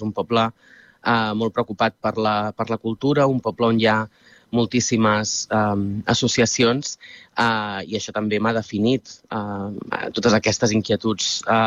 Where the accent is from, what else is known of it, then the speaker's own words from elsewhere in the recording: Molins de Rei, Catalonia, Spain; el fet d'haver nascut i crescut a Molins per molts motius ha definit també qui sóc i què he acabat fent